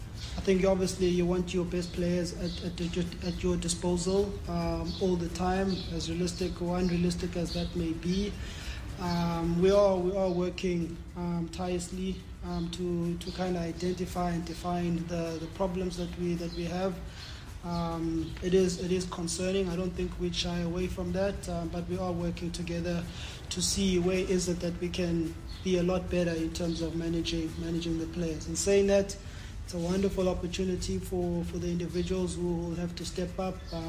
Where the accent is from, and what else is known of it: South Africa